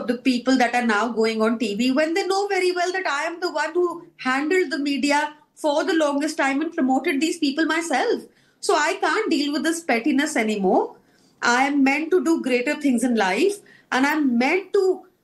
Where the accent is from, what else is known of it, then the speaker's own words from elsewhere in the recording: Delhi, India; And you know, I grew up in Delhi, and I miss the Delhi I grew up in, because that was green, progressive, modern, safe.